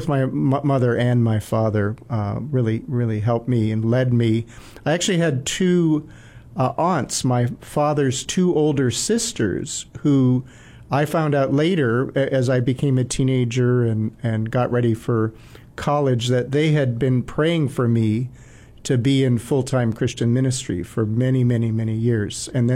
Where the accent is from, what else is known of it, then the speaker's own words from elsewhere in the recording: Minnesota, United States; moved away; Well, I'm Scandinavian, as you said, which puts me squarely in Minnesota, where I grew up with my parents, I should say, who were both farmers, although I was not a farmer. So my parents moved from farmland down into the Minneapolis area